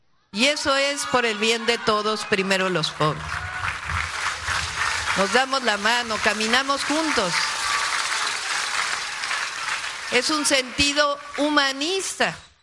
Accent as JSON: {"language": "Spanish", "country": "Mexico"}